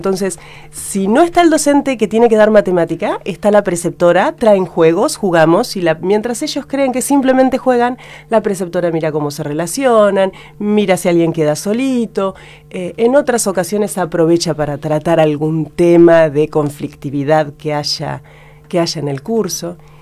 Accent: Coronel Suárez, Buenos Aires Province, Argentina; Nacimos los dos en Coronel Suárez, rendimos concurso.

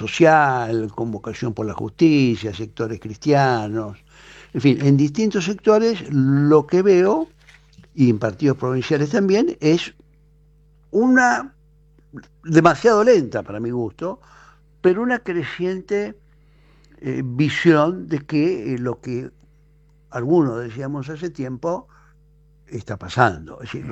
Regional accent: Argentina; los que somos argentinos y argentinas

